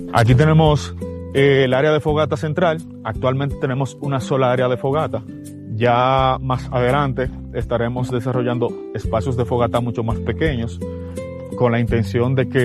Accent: Dominican Republic

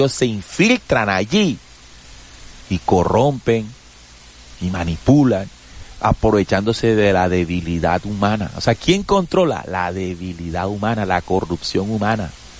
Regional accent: Colombia

